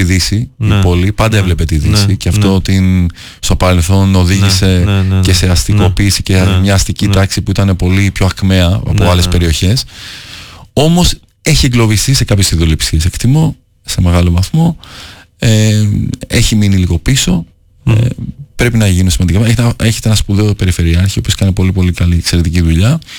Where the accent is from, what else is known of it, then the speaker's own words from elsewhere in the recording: Athens, Attica, Greece; Μεγαλώσαμε στην Αθήνα. Αγαπάω πάρα πολύ τον τόπο μου στην Καβάλα.